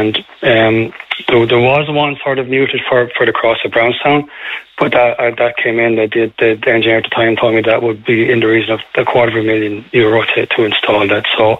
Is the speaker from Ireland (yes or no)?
yes; Curragh, Kildare, Ireland; I'm born and bred in the Curra, and I know the sheep are a part of the Curra, they're part of the history of the Curra